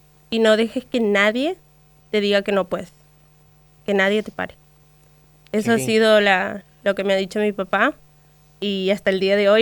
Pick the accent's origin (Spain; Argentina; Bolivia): Argentina; Santiago del Estero; soy la única santiagueña que está ahí